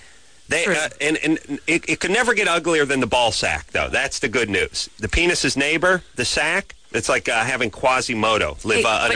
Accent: Los Angeles, California, United States; I grew up in the valley.

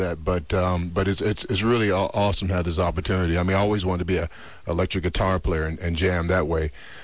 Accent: Charlottesville, Virginia, United States; I'm from, it's funky, but it's Virginia. I'm from Charlottesville, Virginia, man.

